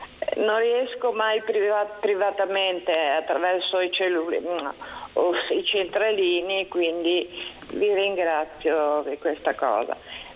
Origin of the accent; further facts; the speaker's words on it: Genoa, Liguria, Italy; born there; io sono nata a Genova, sono genovese al 100%